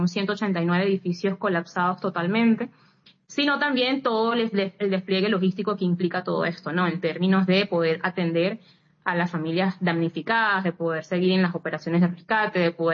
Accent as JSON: {"language": "Spanish", "region": "La Guaira", "country": "Venezuela", "tie": "born or raised there", "moved": "as an adult", "lives_now": "Caracas, Venezuela", "said": "yo soy oriunda de ese estado, aunque vivo en Caracas. Mi familia todavía se encuentra viviendo allá."}